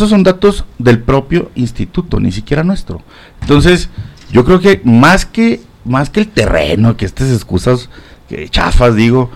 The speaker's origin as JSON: {"language": "Spanish", "region": "Chihuahua", "country": "Mexico", "said": "ustedes y yo, que somos de Chihuahua"}